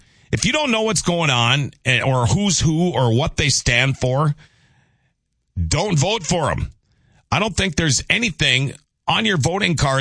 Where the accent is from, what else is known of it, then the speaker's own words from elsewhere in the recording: Minnesota, United States; Thank goodness, you know, I'm a Minnesotan, so I don't have any skin in the game.